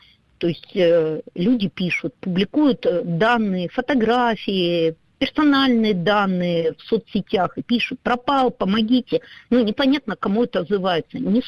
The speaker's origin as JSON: {"language": "Russian", "town": "Donetsk", "region": "Donetsk Oblast", "country": "Ukraine", "said": "я еще из Донецка"}